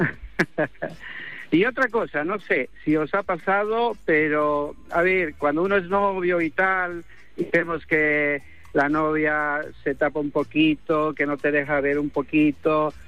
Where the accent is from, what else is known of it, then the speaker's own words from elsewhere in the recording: Bolivia; No, no esperaba soy yo boliviano.